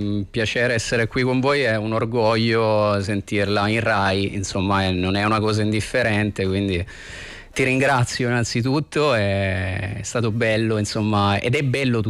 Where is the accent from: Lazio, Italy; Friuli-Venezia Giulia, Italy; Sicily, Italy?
Sicily, Italy; Capo d'Orlando; born there; Io sono nato a Messina, precisamente Capo d'Orlando, che è una meta molto turistica.